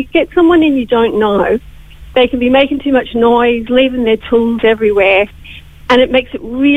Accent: Australia; now in Ireland; You've probably picked up from my accent where I'm from originally.

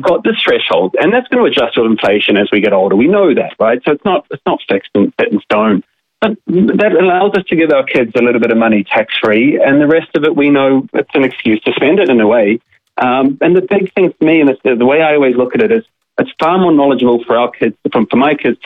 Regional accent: New Zealand; I have three kids for context, and I'm from New Zealand originally. We didn't even have an inheritance tax in New Zealand.

